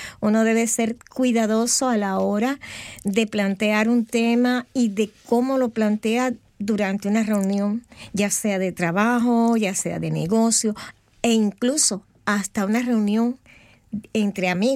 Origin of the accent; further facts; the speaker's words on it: Santiago de Cuba, Cuba; born there; moved away; Y nosotros, porque yo nací en Santiago de Cuba, somos santiagueros.